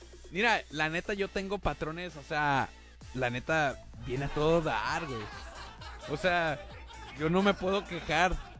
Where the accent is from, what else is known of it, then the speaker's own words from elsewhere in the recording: Mexico; somos mexicanos, o sea, la neta, somos mexicanos